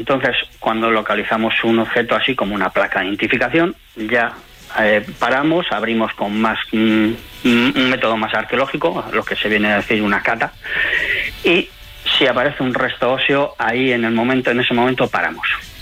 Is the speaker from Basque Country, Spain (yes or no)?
yes; Amorebieta, Basque Country, Spain; mi pueblo, en Amorebieta.